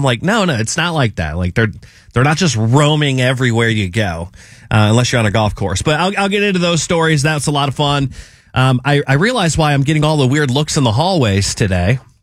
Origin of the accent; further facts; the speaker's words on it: Florida, United States; When I told them I was from Florida